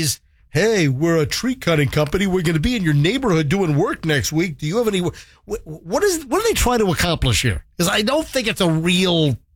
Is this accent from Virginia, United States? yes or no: yes; Virginia Beach, Virginia, United States; moved away; Growing up in Virginia Beach and being exposed to Bojangles in southeastern Virginia in the Tidewater Hampton Roads area.